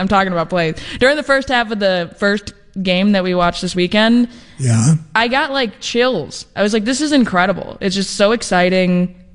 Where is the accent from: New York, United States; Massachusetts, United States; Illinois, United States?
Illinois, United States; Chicago; it's so electrifying being a Chicagoan.